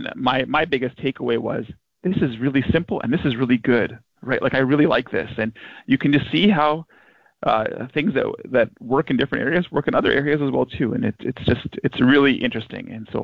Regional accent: Altona, Manitoba, Canada; I'm from the Altona area.

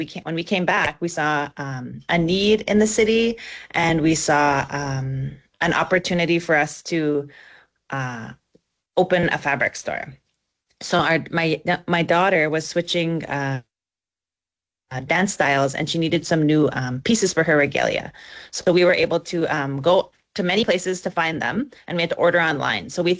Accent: Grand Rapids, Manitoba, Canada; now in Winnipeg, Canada; I'm from Misapaistik Cree Nation in Grand Rapids, Manitoba. So, I was inspired to open my fabric store, fabric and cap supply store, when we moved to Winnipeg.

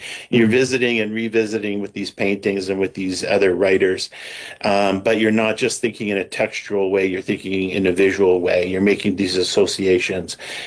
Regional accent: Alberta, Canada; We're both from Alberta.

